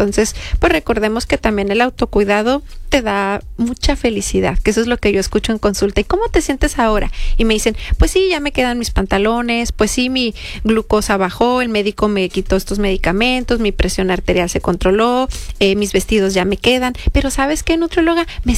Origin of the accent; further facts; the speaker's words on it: Mexico; Y somos mexicanos, los que no me están oyendo, hablamos español.